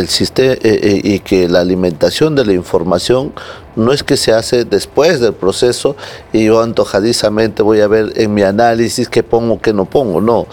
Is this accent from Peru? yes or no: yes; Peru; nosotros como peruanos